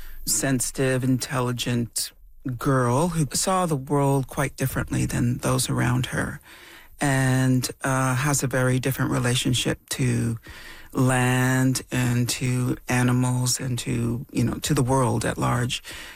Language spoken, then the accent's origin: English; Temagami, Ontario, Canada; When I grew up in Tomogamy, Northern Ontario, but I think this is true for all across Canada, really, at the time